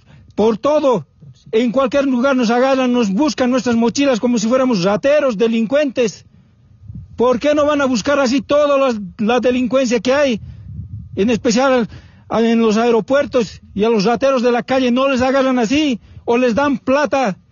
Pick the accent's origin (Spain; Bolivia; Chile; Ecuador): Bolivia; Nosotros como bolivianos